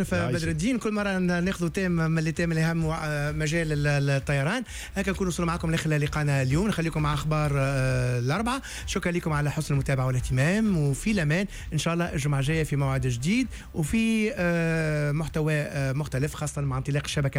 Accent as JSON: {"language": "Arabic", "country": "Tunisia", "said": "انا تونسي عندي خويا يقرا في فرنسا"}